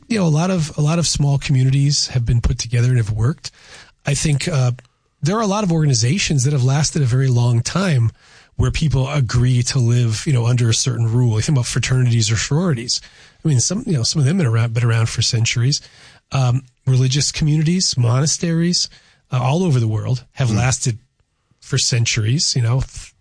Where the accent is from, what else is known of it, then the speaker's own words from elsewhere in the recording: Chicopee, Massachusetts, United States; in my hometown in Chicopee, there's a very famous author, Edward Bellamy.